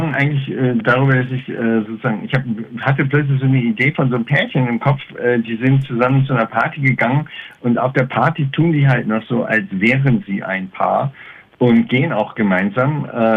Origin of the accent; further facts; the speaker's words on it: Bremerhaven, Bremen, Germany; born there; also born or lived in Erding / Munich; Da sind wir im Schnitt so alle 4 Jahre umgezogen. Ich bin tatsächlich in Bremerhaven geboren und dann viel rumgekommen.